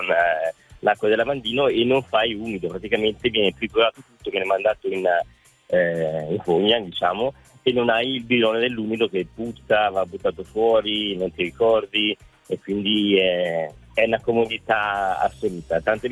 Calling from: Busto Arsizio, Lombardy, Italy; Da Busafizio, provincia di Varese.

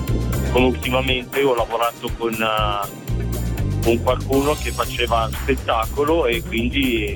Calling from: Legnano, Lombardy, Italy; Sono di Legnano

